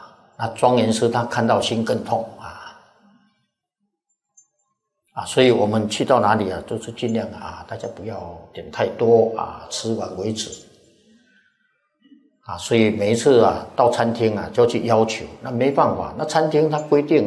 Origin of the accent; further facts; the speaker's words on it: Taiwan; 来些钱哇，我们是台湾来的啊，带些钱呐